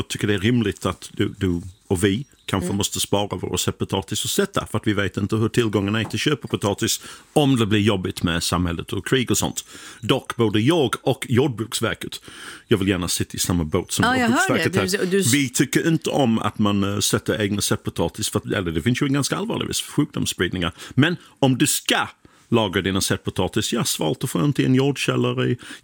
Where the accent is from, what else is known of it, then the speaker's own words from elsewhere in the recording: England, United Kingdom; Swedish is a second language; now in Sweden; Ingmar Stenmark, han var ändå en hjälte för mig när jag var liten i England och kollade på skidåkning på lördag eftermiddag.